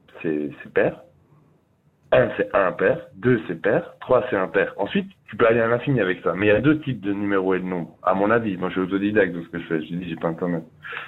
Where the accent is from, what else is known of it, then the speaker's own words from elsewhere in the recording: Neuchâtel, Switzerland; je suis de Neuchâtel, où j'habite en dessous de la gare